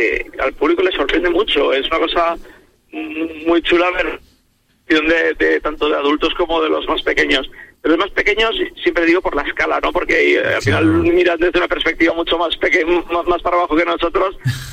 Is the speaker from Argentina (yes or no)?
no; Valencian Community, Spain; Nosotros somos valencianos y viene en nuestro ADN, claro, la tradición de la pólvora.